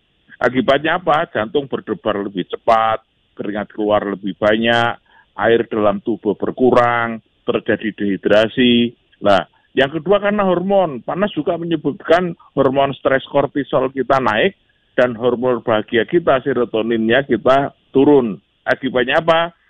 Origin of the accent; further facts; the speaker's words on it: Java, Indonesia; saya sebagai orang Jawa yang kebetulan juga belajar dari Taman Siswa